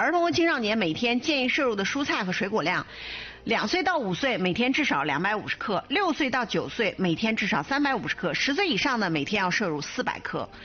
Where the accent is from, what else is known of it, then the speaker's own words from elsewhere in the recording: China; 还包括我们中国人特别喜欢的蜂蜜